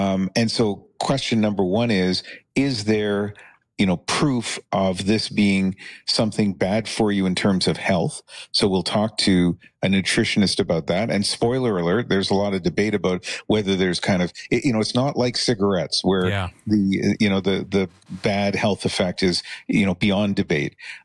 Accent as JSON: {"language": "English", "country": "Canada", "said": "if I have to do my part as a Canadian by eating more honey, that sounds like a pretty easy way to wave the flag."}